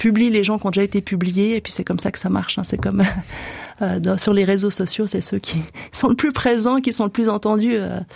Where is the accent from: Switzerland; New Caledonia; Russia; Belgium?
Switzerland; c'est facile de parler de Cuba quand on est suisse, quand on y va pour les vacances, quand on sait qu'on peut y rentrer.